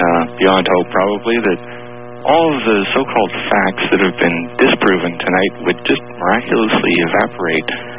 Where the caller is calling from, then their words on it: Nanaimo, British Columbia, Canada; from Nanaimo calling.